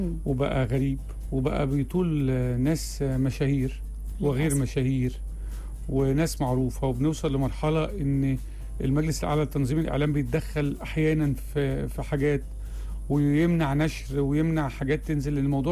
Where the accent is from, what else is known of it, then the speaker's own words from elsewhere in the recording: Upper Egypt, Egypt; born there; أنا متربي صعيدي شوية